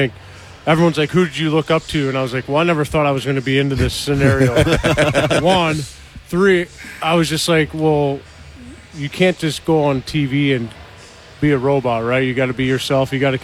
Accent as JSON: {"language": "English", "town": "St. Louis", "region": "Missouri", "country": "United States", "tie": "born or raised there", "said": "being in my hometown."}